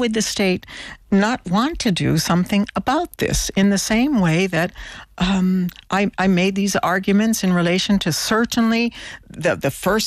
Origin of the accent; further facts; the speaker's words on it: Ireland; And I think, as Irish people, we are people who value ritualizing the passing of loved ones.